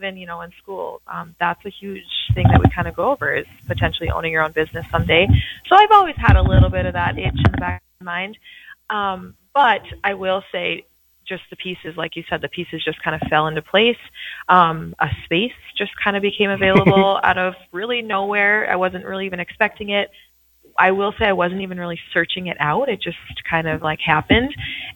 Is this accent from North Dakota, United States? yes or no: yes; Stanley, North Dakota, United States; also born or lived in Bismarck; now in Killdeer, United States; So I'm actually originally from Stanley, so not too far away from here.